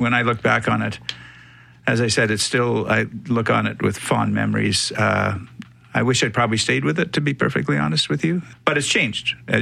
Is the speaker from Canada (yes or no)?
yes; Saskatchewan, Canada; also born or lived in England; now in Winnipeg, Canada; I was born in England a long time ago. My parents went to the States and ultimately to Saskatchewan. And that's where I grew up.